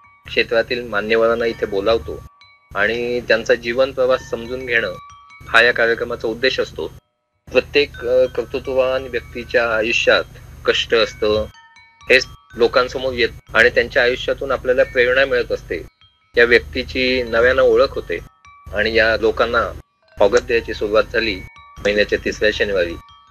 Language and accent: Marathi; Maharashtra, India; आमच्या गोळक गावामध्ये आहे.